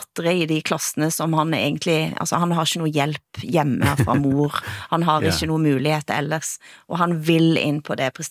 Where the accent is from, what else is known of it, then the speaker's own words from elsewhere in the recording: Erfjord, Rogaland, Norway; Som inkluderar Borges och Erfjord där jag kommer ifrån, väl att märke.